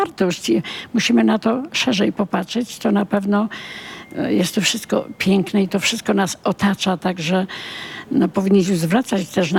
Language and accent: Polish; Busko-Zdrój, Świętokrzyskie Voivodeship, Poland; Ja tu jestem urodzona w Busku.